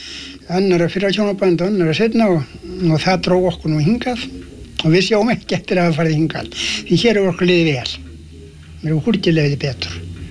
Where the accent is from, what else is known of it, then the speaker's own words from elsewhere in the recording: Meðalland, Southern Region, Iceland; now in Vestmannaeyjar, Iceland; Nei. Ég var uppvaxtar án mín þarna eftir í Meðalandi, fór að búa á 1910 í Meðalandinu, flutti þá að Steinsmýri